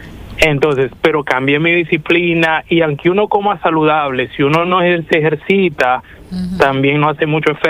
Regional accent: El Salvador; no te como arroz, soy salvadoreño, no te como pupusas

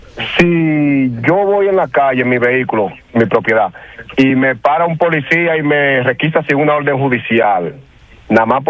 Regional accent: Baní, Peravia, Dominican Republic; Yo soy de Baní

